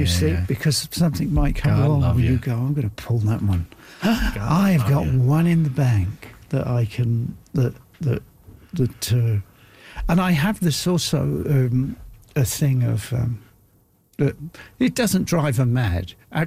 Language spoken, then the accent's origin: English; Ireland; and then I'm walking around, just talking to myself, and I'm Irish, you know.